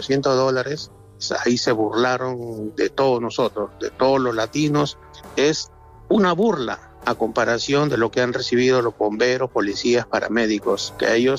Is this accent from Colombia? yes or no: no; Peru; moved away as an adult; Yo soy de Perú, ¿no? Tengo 55 años, llevo en el país ya 26 años, porque yo llegué en abril del año 2000